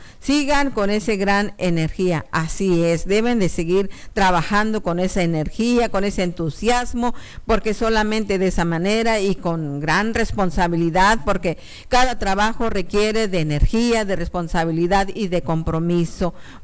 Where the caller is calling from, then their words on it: San Martín Chalchicuautla, San Luis Potosí, Mexico; first language Nahuatl; Spanish is a second language; Igual es mi lengua materna y pues yo les pido también de todo corazón que ustedes también lo ejerciten nuestra lengua, solamente así le vamos a seguir dando vida. Sello, muy buenos días amigos de Radio Hits y San FM 92.5, les saluda … de este San Martín Chalchicuautla.